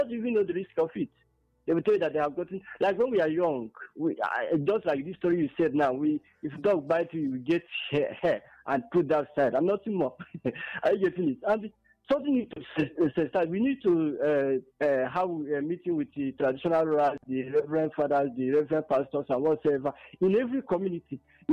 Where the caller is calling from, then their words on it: Ugo, Nigeria; I'm calling from Ugo.